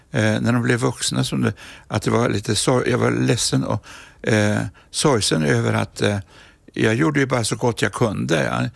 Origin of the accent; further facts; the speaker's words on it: Norrland, Sweden; Jag är ju norrlänning, jag är seg.